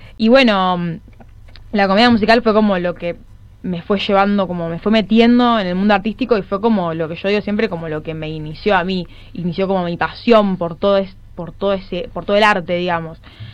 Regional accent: Rosario, Santa Fe, Argentina; yo nací acá en Rosario. Toda la vida siempre viví más en lo que fue zona Abasto. Viví ahí en un departamento

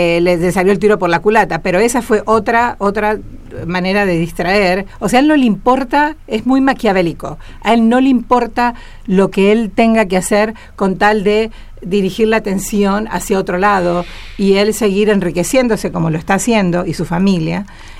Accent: Argentina; now in Oak Park, United States; yo como argentina, viviendo allá más de 3 décadas...

